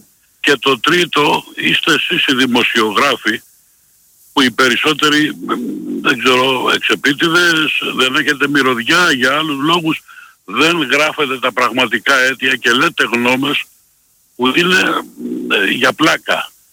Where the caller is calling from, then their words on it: Keratsini, Attica, Greece; από το Καρατσίνι.